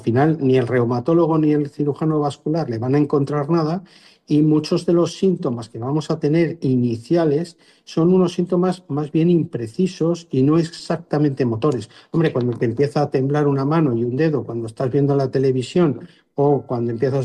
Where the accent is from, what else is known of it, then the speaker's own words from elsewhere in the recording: Fresno el Viejo, Castile and León, Spain; moved away; en mi pueblo, por ejemplo, en Castilla, en Fresno el Viejo y Salamanca